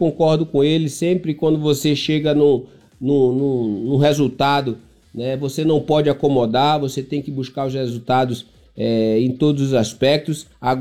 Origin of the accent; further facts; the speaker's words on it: Pernambuco, Brazil; born there; now in Chapecó, Brazil; Eu que sou pernambucano de nascença, mas chapecoense de coração. Uma cidade que me acolheu